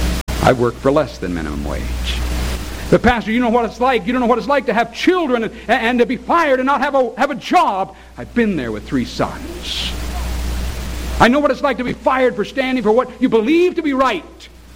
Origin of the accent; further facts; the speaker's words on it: United States; I'm an American. I live in America